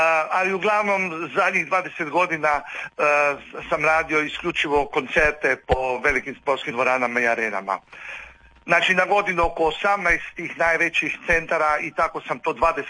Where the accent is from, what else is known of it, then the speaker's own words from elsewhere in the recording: Istria County, Croatia; moved away as an adult; now in Slovenia; dolazim iz Slovenije, tamo sam napravio karijeru i sa velikim veseljem se vraćam opet među moje domaće ljude.